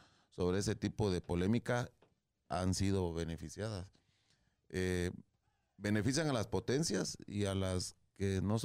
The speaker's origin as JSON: {"language": "Spanish", "country": "Argentina", "said": "No, yo sigo siendo argentino, aunque me ha hecho perder unas trivias, pero sigo siendo argentina, como lo dije ese día."}